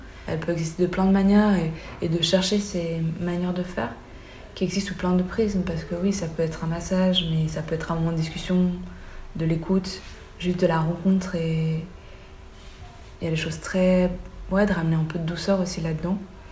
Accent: Belgium; comme je suis belge au Thaï, pour des personnes blanches, je m'en imagine, personne ne remettrait en question ma légitimité

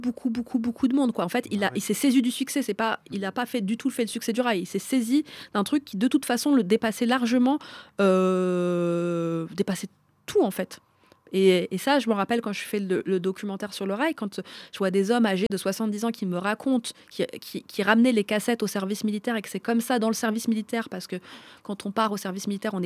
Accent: Paris, Île-de-France, France; Moi, je le dis aussi d'un point de vue de franco-tunisienne. Je suis née à Paris, j'y ai grandi.

